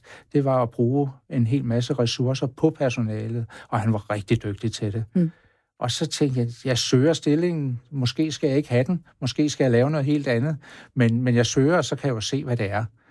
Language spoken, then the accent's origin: Danish; Ry, Central Denmark Region, Denmark; min skolegang i Midtjylland Ry, hvor jeg voksede op.